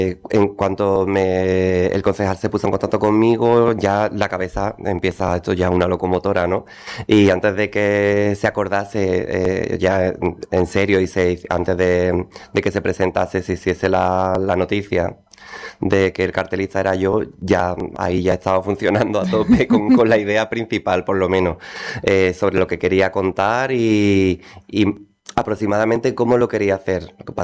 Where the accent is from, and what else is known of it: Utrera, Andalusia, Spain; born or raised there